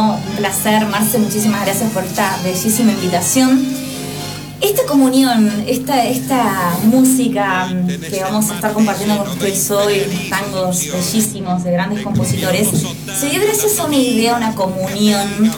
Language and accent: Spanish; Trelew, Chubut, Argentina; yo soy de Chubut